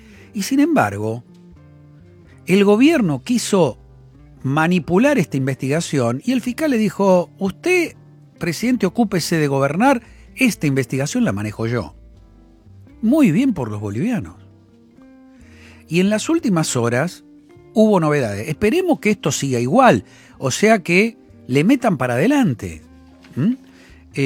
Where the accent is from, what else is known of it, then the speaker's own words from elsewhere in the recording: Argentina; los bolivianos a los argentinos nos están dando un ejemplo.